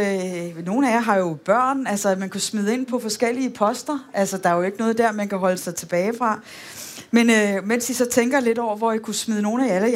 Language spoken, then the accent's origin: Danish; Aarhus, Central Denmark Region, Denmark; jeg er jo aarhusianer, når jeg kommer tilbage til min gamle hjemmeby og ser, hvad der er, der er skudt op